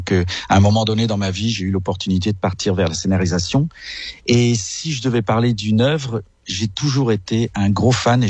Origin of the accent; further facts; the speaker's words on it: France; moved away as an adult; now in Quebec, Canada; j'ai immigré au Québec, je suis français d'origine